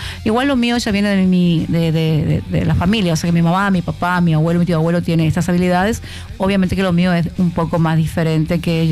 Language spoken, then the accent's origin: Spanish; San Roque González de Santa Cruz, Paraguarí, Paraguay; Yo nací en San Roque González de Santa Cruz.